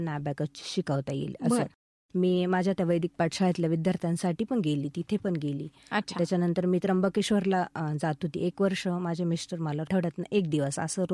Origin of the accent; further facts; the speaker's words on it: Ramache Pimpalas, Maharashtra, India; moved away as an adult; also born or lived in Sogras, Chandwad taluka / Karanjgaon; now in Nashik, India; माझं माहेर रामाचे पिंपळस आहे.